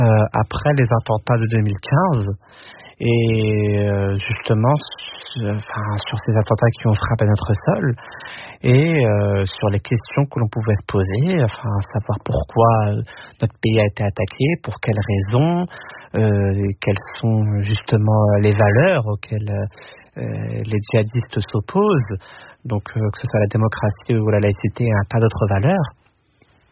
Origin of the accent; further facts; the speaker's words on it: Algeria; Et le second pays, qui est mon pays d'origine, l'Algérie.